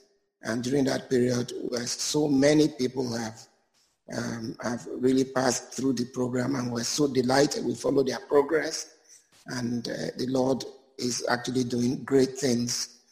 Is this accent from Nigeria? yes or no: yes; Okrika, Rivers, Nigeria; growing up in Okrika, as Mike and I did